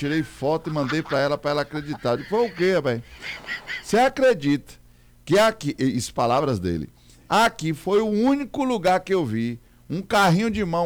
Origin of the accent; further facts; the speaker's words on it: Bahia, Brazil; eu sou baiano, eu posso falar.